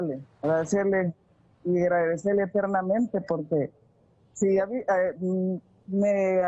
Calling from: Zacapa, Guatemala; Llamo de Guatemala, del oriente del país, que es Zacapa.

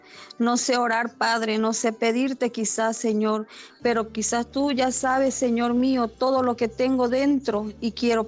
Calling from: Chiapas, Mexico; De Chiapas.

